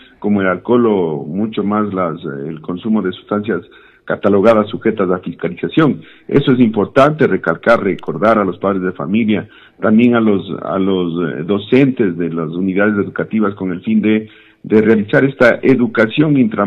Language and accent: Spanish; Ecuador; como ecuatorianos que somos.